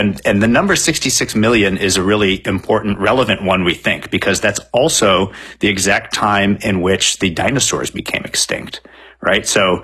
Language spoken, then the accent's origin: English; Champaign-Urbana, Illinois, United States; born or raised there